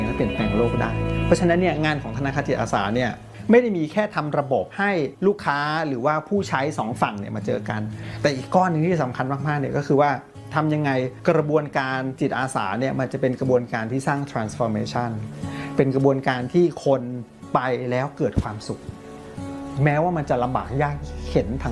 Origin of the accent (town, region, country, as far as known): Bangkok, Thailand; born or raised there